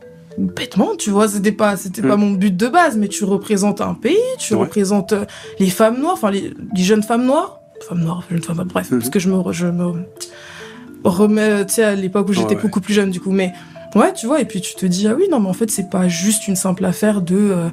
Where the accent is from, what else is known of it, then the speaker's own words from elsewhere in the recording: DR Congo; also born or lived in Paris, France; Ouais, je suis congolaise.